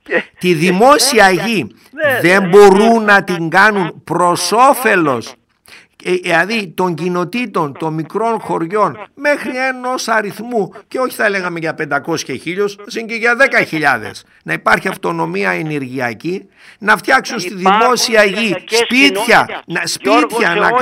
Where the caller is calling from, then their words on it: Doirani, Central Macedonia, Greece; από το χωριό μου, μένα από τη Δοϊράνη που λέμε στην Θεσσαλονίκη, που είναι 70 χιλιόμετρα